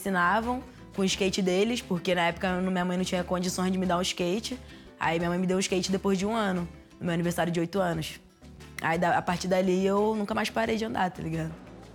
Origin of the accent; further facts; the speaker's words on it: Rio de Janeiro, Brazil; Eu nasci no Rio de Janeiro, em Campo Grande. Eu comecei a andar de skate em 2007. Eu tinha 7 anos. Eu costumava brincar perto da casa da minha mãe, numa praça.